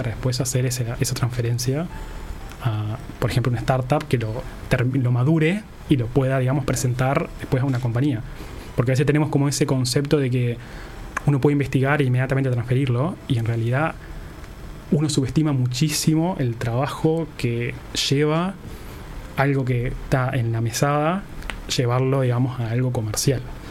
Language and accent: Spanish; Florida, Uruguay; Sí, Florida, sí.